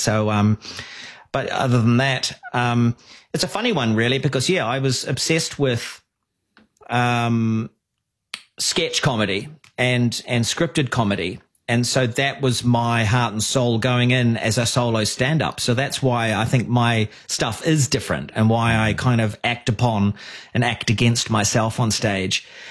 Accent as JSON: {"language": "English", "region": "Auckland", "country": "New Zealand", "said": "They're Wellington based and I'm from Auckland."}